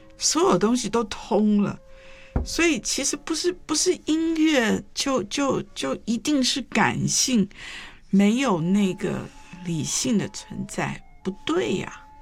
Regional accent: China; 我们中国人

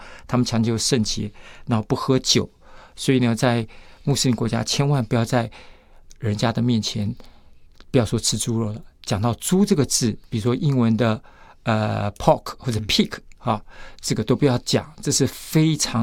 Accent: Taiwan; 就像今天外国人来到台湾，我们台湾人很热情

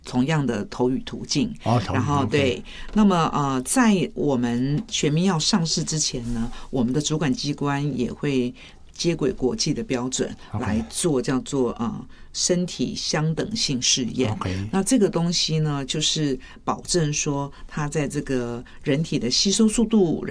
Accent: Taiwan; 我们台湾人

